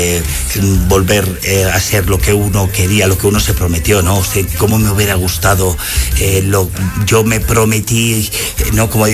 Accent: Puebla, Mexico; Soy poblano.

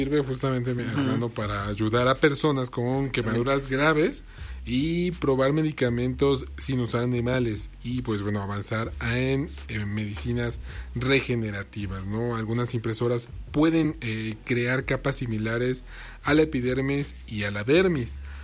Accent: Mexico; Uno como buen mexicano

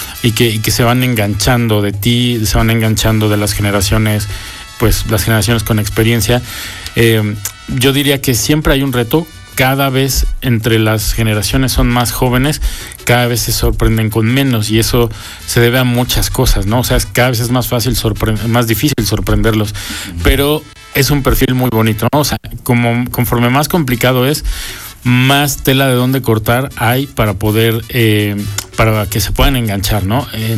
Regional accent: Mexico; y bueno, como mexicanos creo que todos lo sabemos, ¿no?

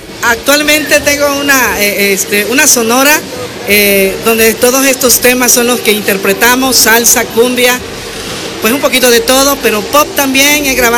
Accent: Cosamaloapan, Veracruz, Mexico; De la cuenca del Papaloapan, Cosamaloapan, Veracruz.

